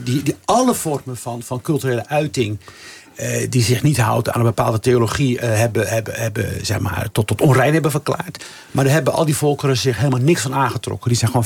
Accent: Rotterdam, South Holland, Netherlands; Ik groeide op in Rotterdam eind jaren 70, begin jaren 80. Mijn moeder was uit de migratie uit Marokko naar Nederland gekomen.

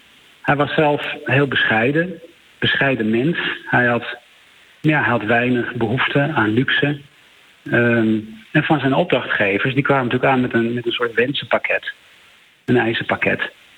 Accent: Netherlands; je komt hier aan in New York, grote stad, als Nederlander

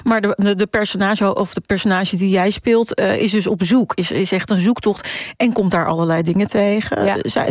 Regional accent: Curaçao; moved away; Ik kom van Curaçao. Dat is ook een beetje een dorpsgevoel.

